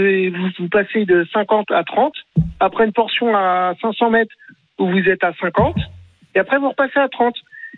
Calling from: Marcoussis, Île-de-France, France; Oui, moi je suis à Marcoussis.

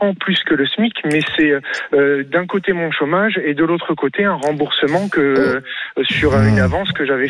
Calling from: Nouvelle-Aquitaine, France

